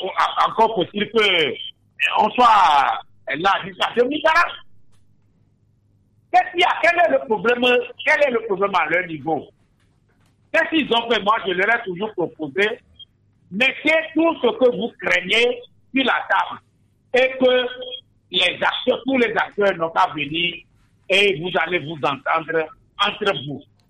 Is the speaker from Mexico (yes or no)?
no; Togo; born there; je suis de Togo.